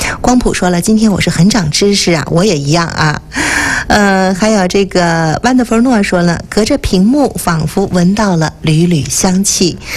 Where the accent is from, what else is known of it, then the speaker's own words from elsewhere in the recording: Beizhen, Liaoning, China; 这个香呢又把咱们家乡北镇啊和咱们的手艺更牢牢地结合在一起